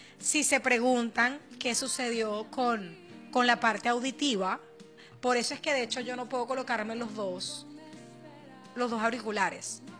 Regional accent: Venezuela; A nosotros como venezolanos y como ciudadanos

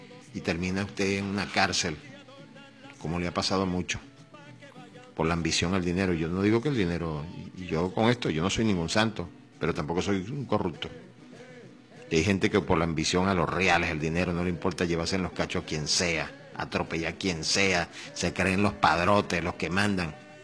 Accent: Venezuela; Esos somos los venezolanos.

